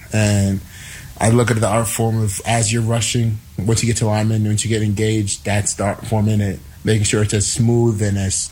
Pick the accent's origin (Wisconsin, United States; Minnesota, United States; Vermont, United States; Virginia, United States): Minnesota, United States; being from Minnesota in my hometown, you know, I wanted to go back and give them a chance to see that it is possible. A kid from Minnesota made his dreams come true and made it to the NFL.